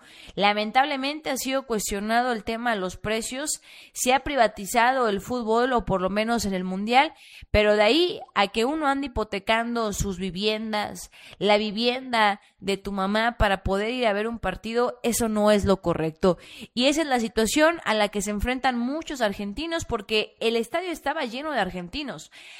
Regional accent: Mexico; y la mayoría no teníamos esas posibilidades.

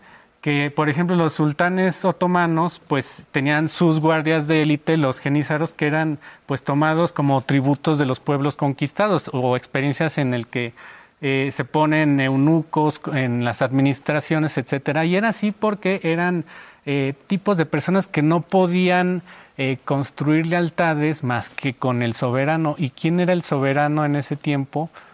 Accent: Mexico

